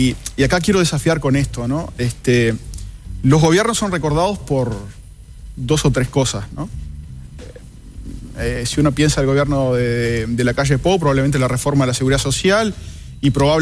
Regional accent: Uruguay

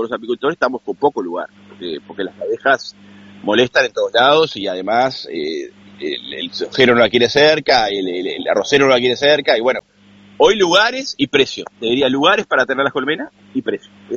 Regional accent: Minas, Lavalleja, Uruguay; se festeja en Minas, justo en mi tierra, en La Valleja.

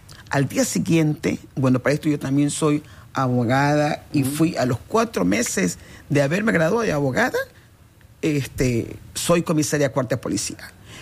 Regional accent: Guayaquil, Guayas, Ecuador; born there; la ciudad de Guayaquil, donde yo nací

